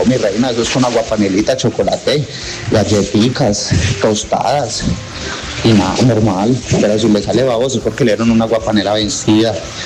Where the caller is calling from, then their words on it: Valle del Cauca, Colombia; yo acá en el valle